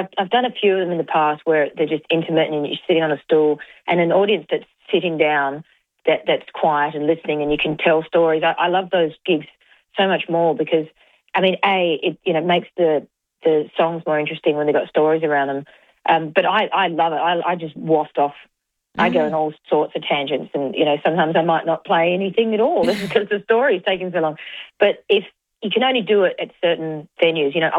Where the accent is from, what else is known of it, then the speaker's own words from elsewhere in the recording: Adelaide, South Australia, Australia; And when I tell people that I'm from Adelaide, they go, oh, wow, unreal.